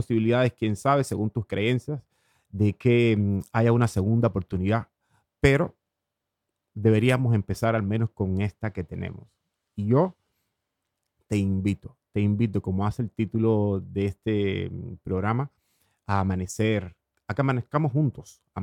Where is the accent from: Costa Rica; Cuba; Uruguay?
Cuba; soy cubano